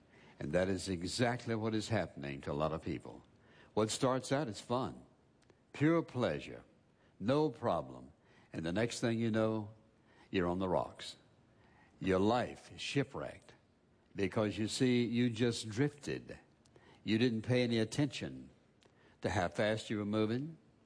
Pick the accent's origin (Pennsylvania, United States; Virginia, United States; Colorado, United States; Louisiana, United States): Virginia, United States; When I was 14 years of age, my best friend and I were walking along the Dan River in my hometown